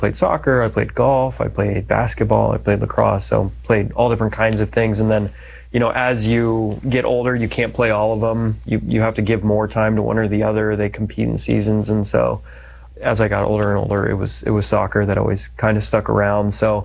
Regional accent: Denver, Colorado, United States; I'm from Denver, Colorado. Was baptized. Thanks be to God, I was baptized as a Catholic, but was not raised as a Catholic.

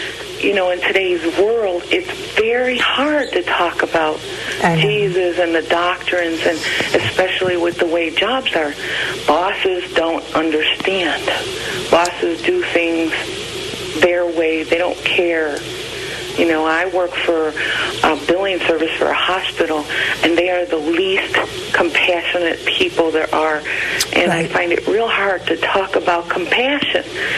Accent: Alsip, Illinois, United States; I'm from Alsip, Illinois.

